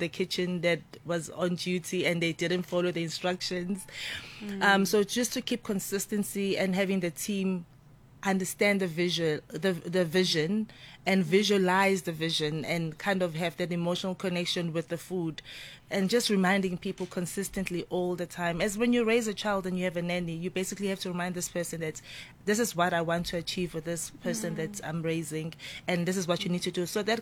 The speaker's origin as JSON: {"language": "English", "region": "KwaZulu-Natal", "country": "South Africa", "tie": "born or raised there", "said": "growing up in Guamash, which is a township in KZN."}